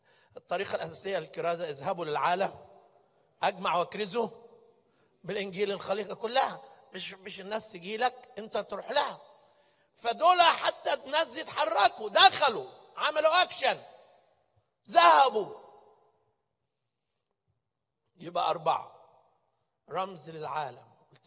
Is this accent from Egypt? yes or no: yes; Egypt; ما عرفونيش إن أنا مصري